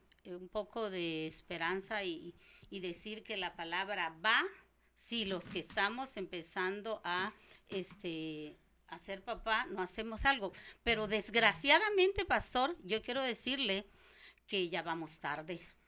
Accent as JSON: {"language": "Spanish", "country": "Mexico", "said": "voy a meter a México, a mi país."}